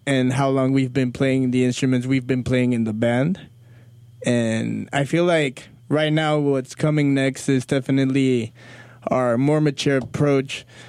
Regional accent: Mexico City, Mexico; Well, we're from Mexico City, so we were like, we have to change it up. You know, we have to talk to our people.

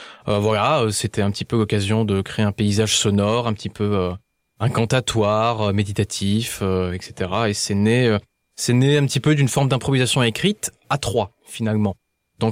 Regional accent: Salon-de-Provence, Provence-Alpes-Côte d'Azur, France; suis rentré au conservatoire de ma petite ville, Salon de Provence, là d'où je viens

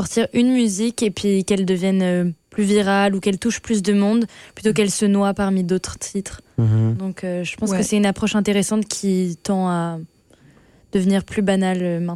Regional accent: Paris, Île-de-France, France; moved away; je viens de France

